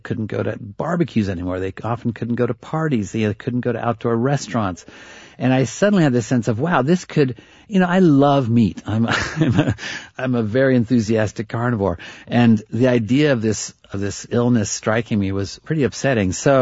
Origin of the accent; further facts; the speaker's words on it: Oklahoma, United States; You know, when I was growing up, I grew up in Oklahoma